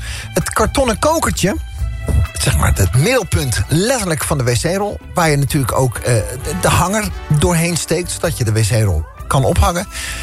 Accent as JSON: {"language": "Dutch", "country": "Netherlands", "said": "Maar wat denk je, hoeveel wc-rolletjes wij als Nederlanders per jaar bij het oud papier dienen te gooien?"}